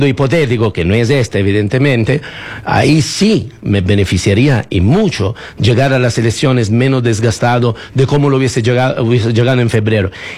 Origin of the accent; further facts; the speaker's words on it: Ecuador; yo soy un ecuatoriano